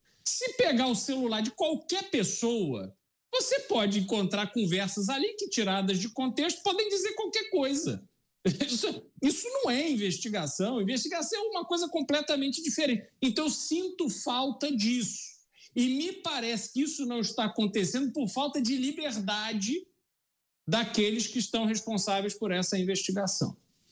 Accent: Brazil; nós, como brasileiros

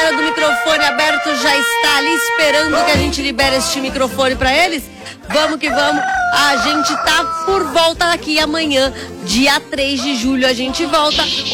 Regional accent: Navegantes, Santa Catarina, Brazil; também indo para Navegantes, minha terra, carregar uma sardinha para Campo Grande.

